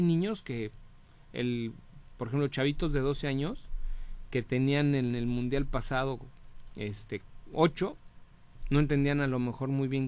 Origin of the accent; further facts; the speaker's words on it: Mexico; Como mexicanos, como país, quiénes somos, de dónde vimos, de dónde venimos y hacia dónde vamos